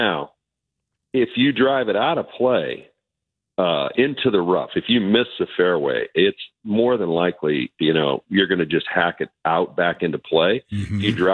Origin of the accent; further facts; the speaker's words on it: Oneida, United States; Yeah, we both my brother and I grew up there in Oneida, just outside of Oneida there.